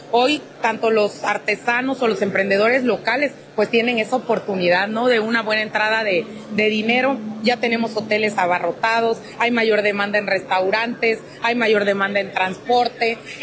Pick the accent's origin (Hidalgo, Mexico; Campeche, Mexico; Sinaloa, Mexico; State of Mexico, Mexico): Campeche, Mexico; Ciudad del Carmen